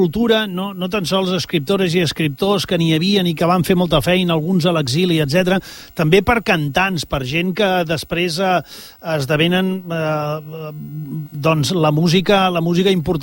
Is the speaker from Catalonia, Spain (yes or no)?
yes; Sant Boi de Llobregat, Catalonia, Spain; jo tenia 8 anys i jo recordo, t'ho dic sincerament, Manuel, jo recordo, me'n recordo perfectament, jo recordo els carrers de Sant Boi plens de gom a gom